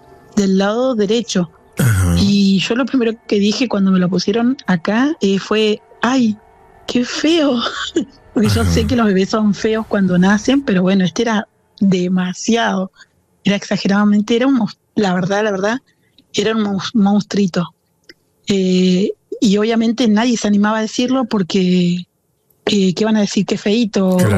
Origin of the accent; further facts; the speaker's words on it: Neuquén, Argentina; yo soy nacida y criada en Neuquén.